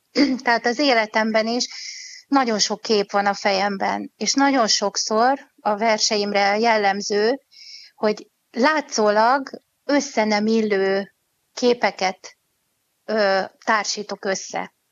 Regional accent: Pécs, Baranya, Hungary; now in Budapest, Hungary; Tehát pécsi születésű vagyok, és egy zenés családba születtem.

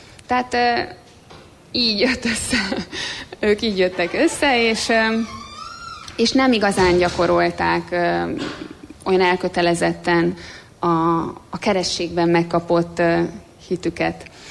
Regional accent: Gazdagrét, Budapest, Hungary; ahol mi laktunk, ahol fölnőttem Gazdagréten, egy katolikus és egy református közösségnek a plántálása

